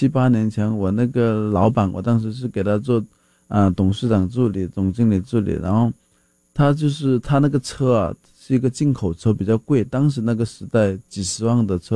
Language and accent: Chinese; Chaoshan, Guangdong, China; now in Seattle, United States; 他的这些老乡啊，就是我们这些嘎吉囊